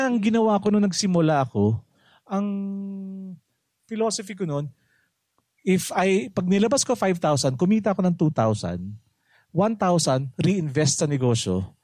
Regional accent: Quezon City, Metro Manila, Philippines; now in Bulacan, Philippines; Pero I was born and raised in QC.

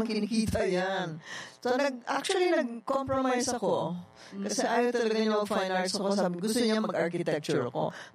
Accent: Davao, Davao Region, Philippines; Kasi taga-Davao talaga kami.

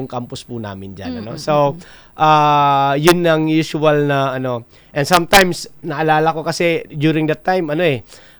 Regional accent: Tabaco, Bicol Region, Philippines; born there; also born or lived in Tiwi; nag-high school po ako, San Lorenzo, Tabaco. So, malapit yan actually sa dagat.

